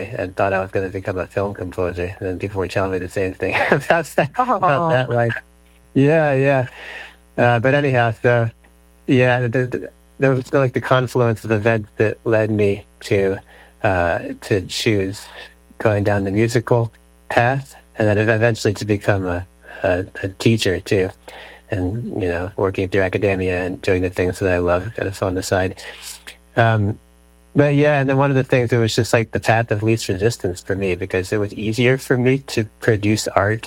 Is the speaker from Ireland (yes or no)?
no; Atlanta, Georgia, United States; you know, I'm from Atlanta originally, in Georgia